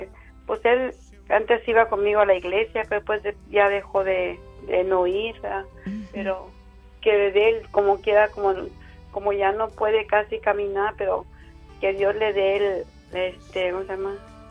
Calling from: La Feria, Texas, United States; De la feria.

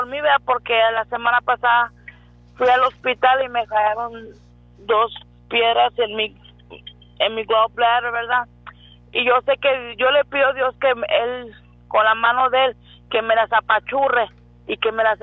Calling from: Crystal City, Texas, United States; No, de Cristal, de Crystal City.

